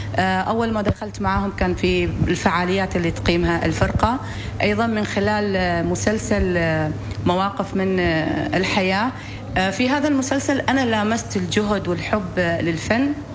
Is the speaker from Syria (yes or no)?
no; Oman; وأنا كفنانة عمانية